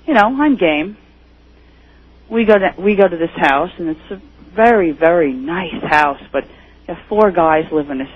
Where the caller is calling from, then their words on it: Woodbridge, New Jersey, United States; from Woodbridge, New Jersey.